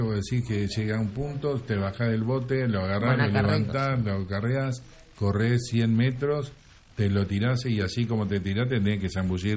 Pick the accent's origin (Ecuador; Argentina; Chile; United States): Argentina